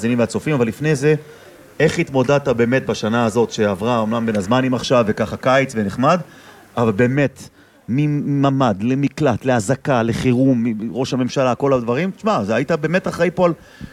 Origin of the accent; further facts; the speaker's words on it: Jerusalem, Jerusalem District, Israel; אני ירושלמי